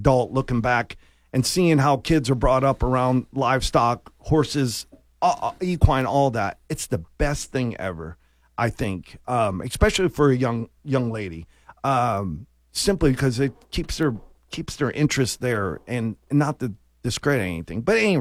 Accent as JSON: {"language": "English", "region": "Florida", "country": "United States", "tie": "born or raised there", "said": "And in Florida, growing up in Florida, there's lots of opportunities."}